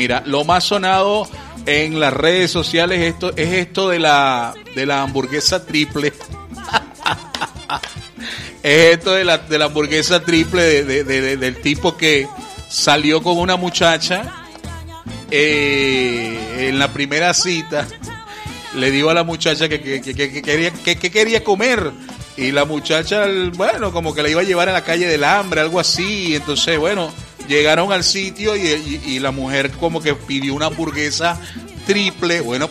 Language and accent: Spanish; Venezuela; nosotros los venezolanos